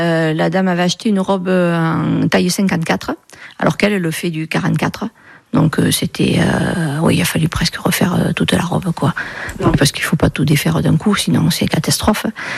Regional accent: Nouvelle-Aquitaine, France; accent: sud-ouest; Du sud-ouest, sud-Gironde, enfin plutôt Lot-et-Garonne. Voilà, quand j'étais petite, j'habitais en Lot-et-Garonne.

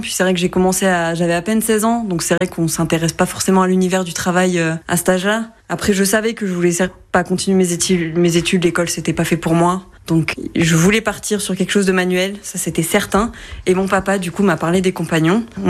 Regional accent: Nouvelle-Aquitaine, France; moved away as an adult; now in Montbéliard area, France; À la base de Dordogne, voilà. Okay. Pays de la chocolatine.

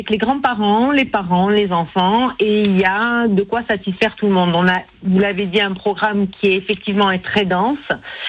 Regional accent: Corsica, France; chez nous en Corse

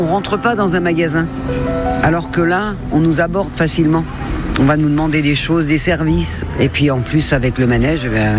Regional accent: Pays de la Loire, France; born there; Je suis née en Sarthe, ensuite j'ai voyagé, nous faisions les fêtes foraines, donc des manèges, de foire en foire, de ville en ville.

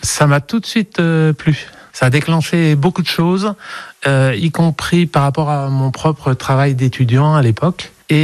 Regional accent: Bourges, Centre-Val de Loire, France; moved away as an adult; now in Joigny, France; En fait, je suis de Bourges

